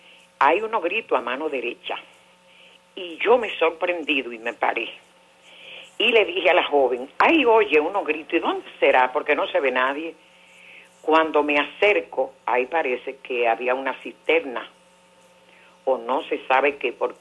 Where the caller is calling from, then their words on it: Dominican Republic; yo vivo en Monte de las Aguas.